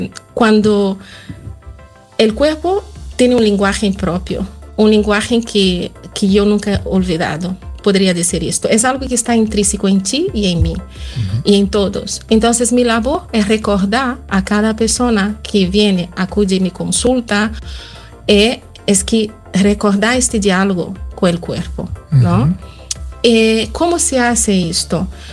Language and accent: Spanish; Brazil; Spanish is a second language; Yo soy de Brasil, vengo de Brasil.